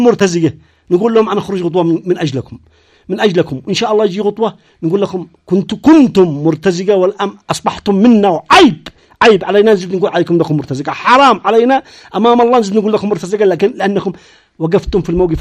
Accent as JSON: {"language": "Arabic", "country": "Yemen", "said": "شعبنا اليمني"}